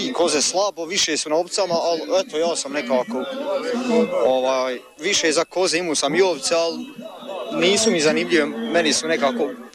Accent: Sladna, Federation of Bosnia and Herzegovina, Bosnia & Herzegovina; Iz Sladne sam ja, iz Obrbašića.

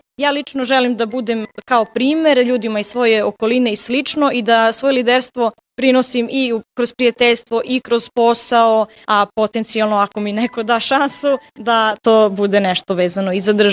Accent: Serbia; Naprimjer, ja sam iz Srbije i recimo kod nas nema mnogo ljudi islamske vjeroispovesti

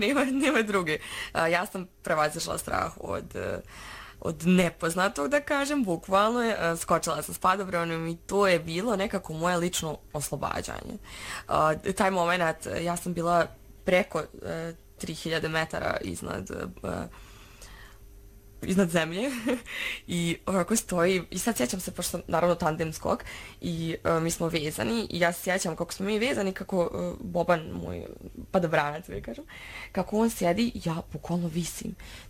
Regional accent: Srbac, Republika Srpska, Bosnia & Herzegovina; Mi kući, ja sam iz Srpca na selu

